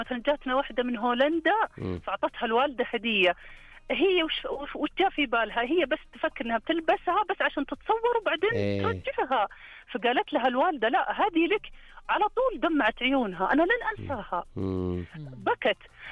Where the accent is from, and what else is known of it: Saudi Arabia